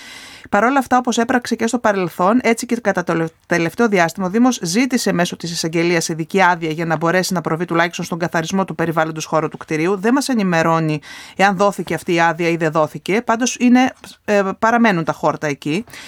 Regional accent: Agia Paraskevi, North Aegean, Greece; επειδή είμαι και από την Αγία Παρασκευή

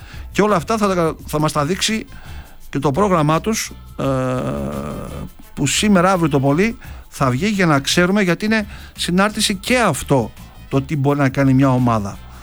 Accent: Greece; ως Έλληνες λοιπόν φίλαθλοι

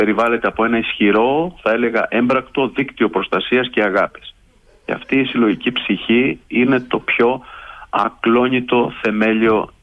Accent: Alexandroupoli, Eastern Macedonia and Thrace, Greece; now in Germany; και εγώ επειδή κατάγομαι από την Αλεξανδρούπολη

